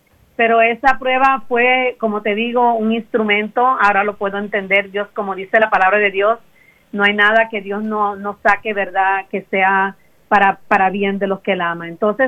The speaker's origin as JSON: {"language": "Spanish", "country": "Puerto Rico", "also_born_or_lived": "Florida", "moved": "as an adult", "lives_now": "United States", "said": "en mi país era un poquito difícil encontrar el trabajo, por eso fue lo que nos hizo dar el cambio a Estados Unidos"}